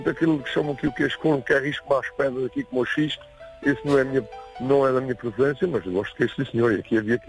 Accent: Portugal; now in Germany; eu sou natural, sou de Ferreira dos Adornos, mas a minha esposa é que é desta terra. Mas tenho as raízes praticamente já aqui.

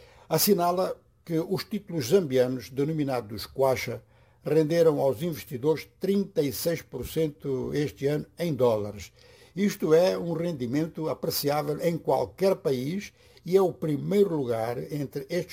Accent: Braga, Portugal; now in Cape Verde; Somos de Braga.

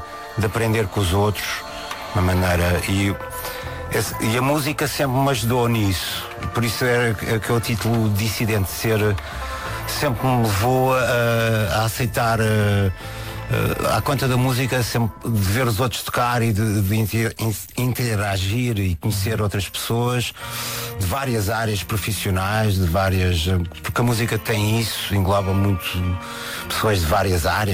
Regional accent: Lisbon, Portugal; me relacionar com o sítio onde eu nasci, que sou mesmo de Lisboa. Adoro Lisboa.

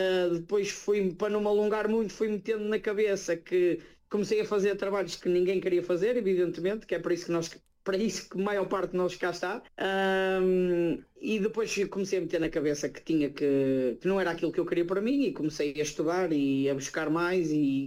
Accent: Espinho, Aveiro, Portugal; now in Switzerland; Eu sou de vários lados, mas eu considero-me espinhense. Eu sou de Espinho.

